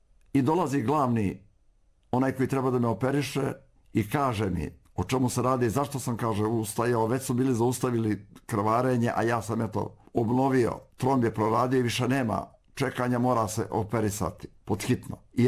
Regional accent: Republika Srpska, Bosnia & Herzegovina; Ja kažem, odakle sam. Ja sam Srbin, kažem. A on kaže, pa ti poznaješ, kaže, Karadžića, Mladića, Republiku Srpsku. Ja kažem, da, znam i ja sam i otuda.

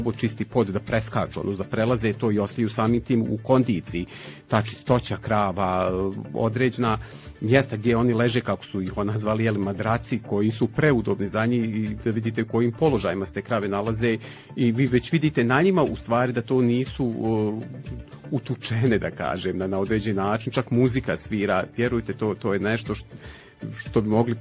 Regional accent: Bosanska Krupa, Federation of Bosnia and Herzegovina, Bosnia & Herzegovina; Evo, ja sam iz Bosanske Krupe, pa putujem svaki dan iz Krupe prema Bihaću.

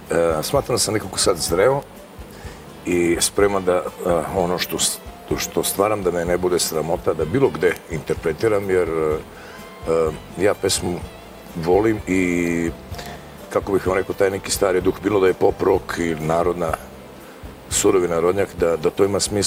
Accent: Zubin Potok, Mitrovica District, Kosovo; Rekao sam da sam rodom iz Zubinog Potoka, nisam raseljen u lice, nisam izbjeglica, roditelji mi još uvijek žive dole.

